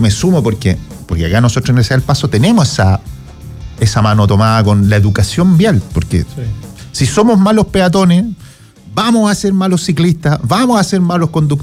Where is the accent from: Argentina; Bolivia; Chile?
Chile; somos porfiados los chilenos